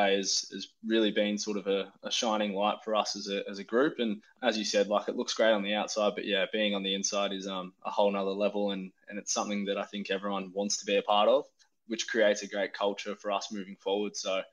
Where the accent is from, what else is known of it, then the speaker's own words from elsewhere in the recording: Bendigo, Victoria, Australia; I'm originally from Bendigo, Victoria.